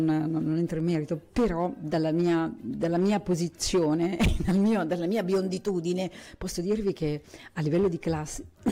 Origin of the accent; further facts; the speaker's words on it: Lombardy, Italy; Allora, dovete sapere una cosa, che è vero io sono lombarda, è vero che sono figlia di un milanista dell'epoca di Gullit, Van Basten e Rijkaard